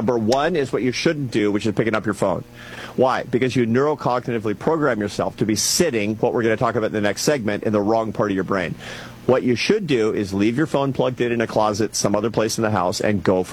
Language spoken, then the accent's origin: English; United States; I'm an American